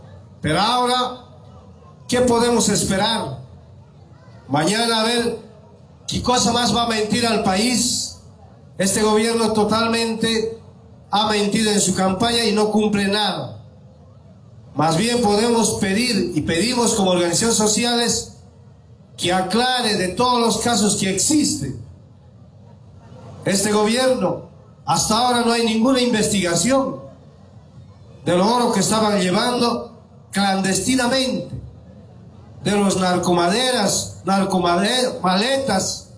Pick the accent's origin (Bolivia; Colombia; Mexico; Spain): Bolivia; ¡que viva el Estado Plurinacional de Bolivia! ¡Que viva nuestro municipio de Sinota!